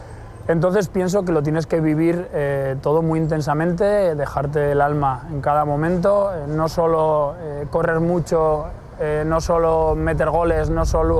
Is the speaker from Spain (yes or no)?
yes; Navarre, Spain; Estaba tan contento y tan feliz de jugar en el equipo de mi tierra